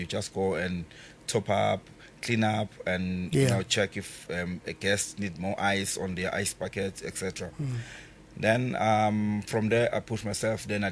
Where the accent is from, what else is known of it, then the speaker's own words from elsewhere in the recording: Durban, KwaZulu-Natal, South Africa; also born or lived in Mapumulo, KwaZulu-Natal; I am from KZN, KwaMashu, born and raised.